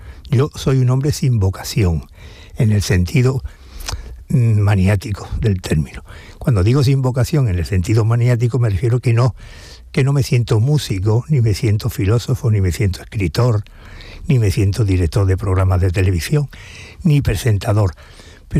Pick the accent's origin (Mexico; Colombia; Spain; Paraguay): Spain; Seville, Andalusia; Sí, yo soy de los típicos sevillanos que no les gusta mucho viajar.